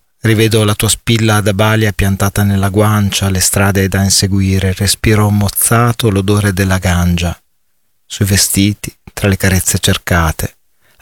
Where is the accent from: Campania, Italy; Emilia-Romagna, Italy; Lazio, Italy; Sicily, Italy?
Emilia-Romagna, Italy; Bologna; now in Ferrara, Italy; sono di Bologna in realtà, anche se vivo a Ferrara